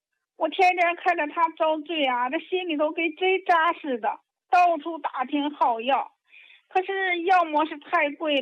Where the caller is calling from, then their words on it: Taiyuan, Shanxi, China; 我是山西太原的，我是第一次给您打电话呢